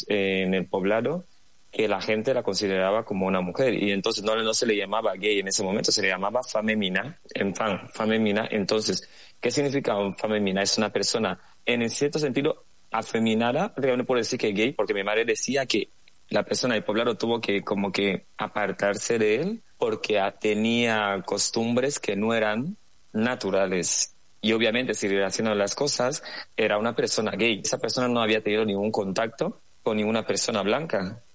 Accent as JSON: {"language": "Spanish", "country": "Equatorial Guinea"}